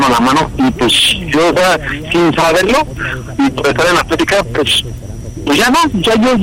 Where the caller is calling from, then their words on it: Naucalpan, State of Mexico, Mexico; Estamos aquí en Naucalpan, tengo 37.